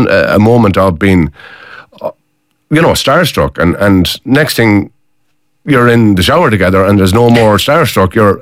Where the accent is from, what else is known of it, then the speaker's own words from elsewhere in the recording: Mayo, Connacht, Ireland; I'm from Mayo for me sins.